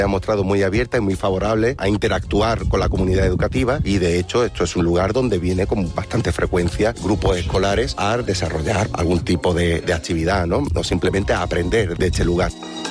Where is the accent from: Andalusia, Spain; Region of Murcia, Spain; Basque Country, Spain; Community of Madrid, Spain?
Andalusia, Spain; Málaga; born there; soy nacido en Málaga